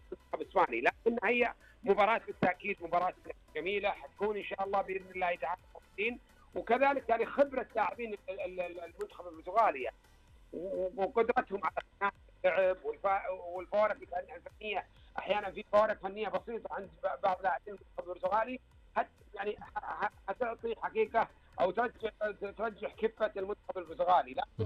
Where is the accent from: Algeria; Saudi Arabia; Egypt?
Saudi Arabia